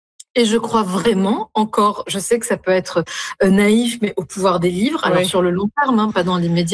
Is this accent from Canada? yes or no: no; Tunis, Tunis Governorate, Tunisia; moved away as an adult; now in France; Moi, je suis tunisienne. Je suis née à Tunis, j'ai grandi en Tunisie, c'est mon pays. Puis après, je suis arrivée à 18 ans en France pour mes études supérieures.